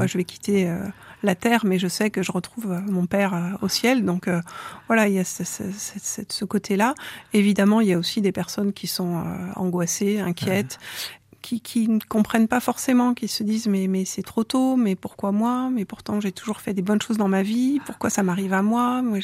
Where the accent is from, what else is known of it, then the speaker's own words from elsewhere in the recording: Saint-Chamond, Auvergne-Rhône-Alpes, France; Donc oui, je suis née à Saint-Chamond, donc j'ai grandi dans la paroisse protestante de Saint-Chamond, d'un papa catholique qui est devenu protestant en se mariant. Et donc du coup, on a grandi dans la paroisse de Saint-Chamond